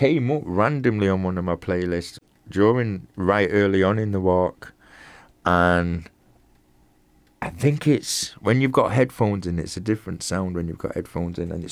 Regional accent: Manchester, North West England, United Kingdom; moved away as an adult; also born or lived in Cornwall; I'm from Manchester, you can tell by the accent. I'm from Manchester, but Manchester's not good for me. I've lived there all my life, worked there all my life.

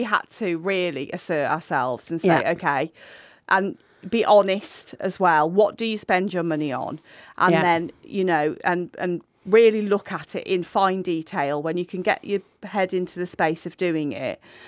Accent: West Midlands, United Kingdom; moved away as an adult; now in Black Country, United Kingdom; I'm from Shropshire.

